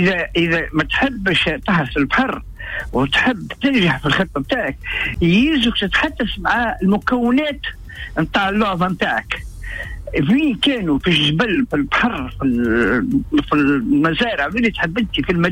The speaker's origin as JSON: {"language": "Arabic", "town": "Tunis", "region": "Tunis Governorate", "country": "Tunisia", "tie": "born or raised there", "said": "أنا ولد حومة ونداد أنا ورضا يزيد علي عام. يعني والتنس تابل في حومتنا في باب الخضرة والمرجانية وسيد المهري"}